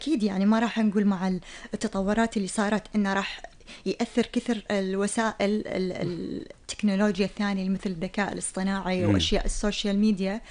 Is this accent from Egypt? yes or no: no; Kuwait; عندنا بالكويت